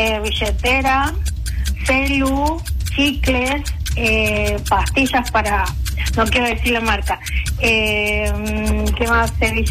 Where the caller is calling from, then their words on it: Alto Verde, Argentina; Estoy en Alto Verde ahora.